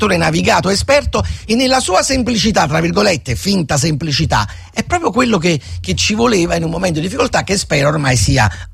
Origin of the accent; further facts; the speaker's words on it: Naples, Campania, Italy; la mia politica è sono napoletano e tifo per la mia città